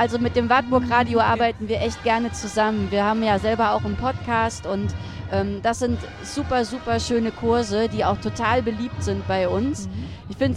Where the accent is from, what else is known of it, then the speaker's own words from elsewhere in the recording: Germany; born there; Ich fühle mich gar nicht als Deutsche, sondern eben als Europäerin. Ich finde, wir haben großes Glück, hier geboren worden zu sein.